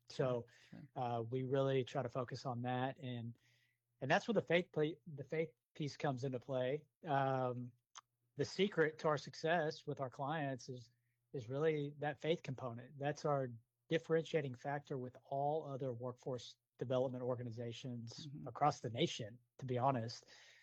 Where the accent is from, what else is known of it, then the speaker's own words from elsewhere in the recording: Houston, Texas, United States; I grew up here in Houston. I went and served in the Marine Corps directly after high school from 1999 to 2003. Went to college after that at Texas State in San Marcos